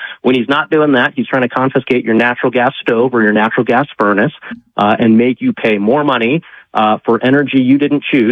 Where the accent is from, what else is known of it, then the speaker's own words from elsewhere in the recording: Colorado, United States; Yeah, so I was born and raised in Colorado.